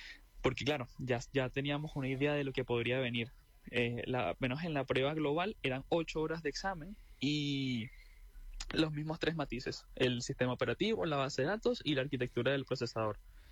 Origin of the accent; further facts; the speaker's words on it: Venezuela; moved away; Porque bueno, yo soy venezolano y tenía que tener el pasaporte, así que la opción más rápida era viajar para allá y sacarlo allá.